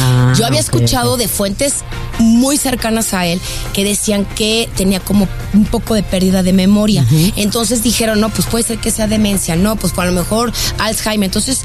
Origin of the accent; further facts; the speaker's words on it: Guadalajara, Jalisco, Mexico; born there; los que somos mexicanos y principalmente las que nacimos en Guadalajara, Jalisco, México.